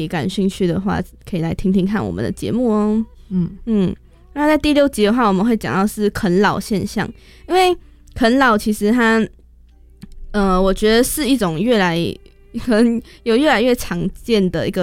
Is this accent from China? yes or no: no; Malaysia; now in Taiwan; 我是马来西亚人